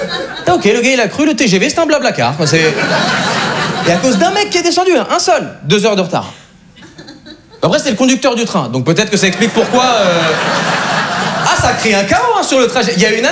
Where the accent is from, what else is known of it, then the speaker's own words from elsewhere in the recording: Switzerland; now in France; Je dis la vérité, je dis « Bah, Suisse. »